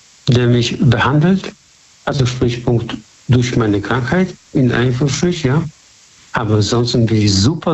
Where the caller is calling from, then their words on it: Bad Godesberg, North Rhine-Westphalia, Germany; Bad Godesberg.